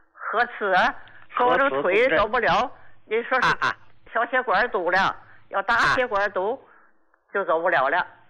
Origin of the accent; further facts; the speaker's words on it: Qinhuangdao, Hebei, China; 我秦皇岛的患者，我今年86了。